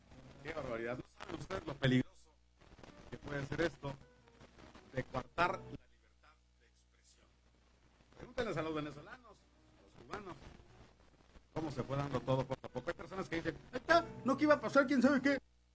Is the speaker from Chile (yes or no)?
no; Mexico; A nosotros como mexicanos